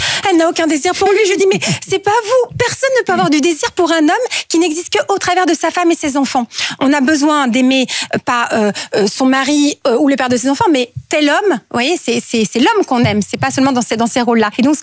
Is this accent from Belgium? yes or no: yes; Belgium; Je viens de Belgique, c'est le signal, la petite collinette en Belgique de 600 mètres.